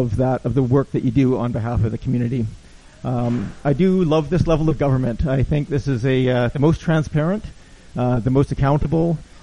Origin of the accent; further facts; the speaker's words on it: Prince Rupert, British Columbia, Canada; also born or lived in Victoria / Bella Coola; I was born here in Victoria. I grew up in small coastal villages up along the coast, like Ballacoola and Prince Rupert.